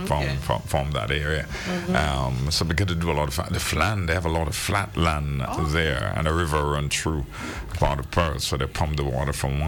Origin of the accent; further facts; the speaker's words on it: Saint Mark, Grenada; That's where I spent a lot of my summers as a young man growing up in St. Mark.